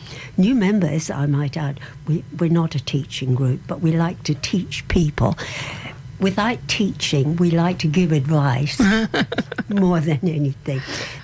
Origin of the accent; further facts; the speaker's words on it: Neutral Bay, New South Wales, Australia; I come from Neutral Bay.